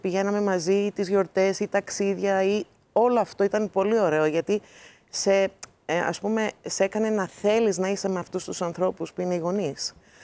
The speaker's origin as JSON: {"language": "Greek", "country": "Greece", "tie": "born there", "second_language": "Greek", "said": "είμαι από άλλη χώρα και μεγαλώνοντας στην Ελλάδα, που δεν μιλούσα καλά ελληνικά"}